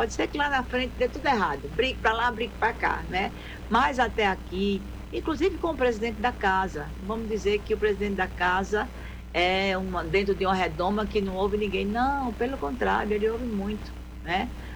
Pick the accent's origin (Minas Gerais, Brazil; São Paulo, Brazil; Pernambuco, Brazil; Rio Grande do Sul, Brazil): Pernambuco, Brazil